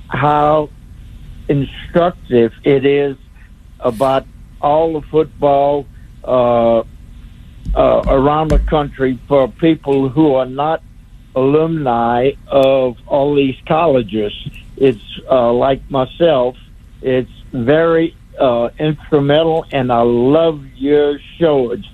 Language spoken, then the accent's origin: English; Gulf Shores, Alabama, United States; I'm from Gulf Shores, Alabama.